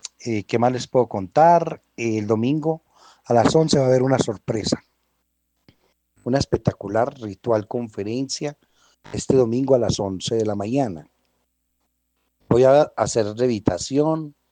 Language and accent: Spanish; Antioquia, Colombia; la gente más querida del mundo somos los paisas.